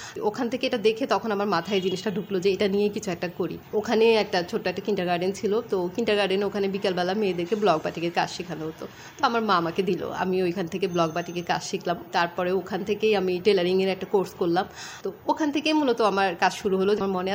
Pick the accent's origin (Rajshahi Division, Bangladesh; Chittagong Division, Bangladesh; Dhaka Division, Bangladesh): Chittagong Division, Bangladesh; Noakhali; আমি নোয়াখালীর মেয়ে